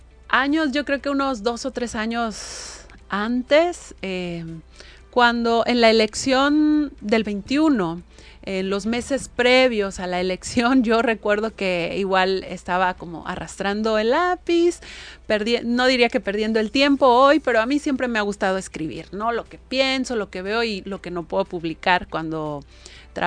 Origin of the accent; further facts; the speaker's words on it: San Marcos, Guerrero, Mexico; also born or lived in Acapulco; yo soy originaria de nací en Acapulco, pero crecí en San Marcos, ¿no? Que está muy cerca de aquí